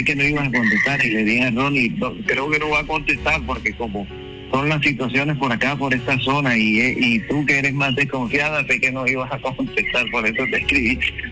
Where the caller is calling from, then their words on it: Barranquilla, Atlántico, Colombia; todo mi pueblo barranquillero